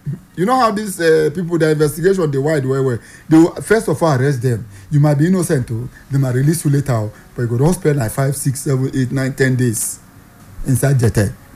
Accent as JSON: {"language": "English", "country": "Nigeria", "said": "Nigerian rich man say, for where? I'm a Nigerian."}